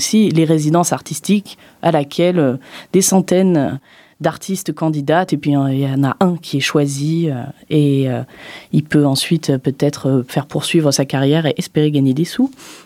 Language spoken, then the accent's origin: French; Die, Auvergne-Rhône-Alpes, France; born there; je suis née à Die, le 16 février 1999, dans la maternité de Die.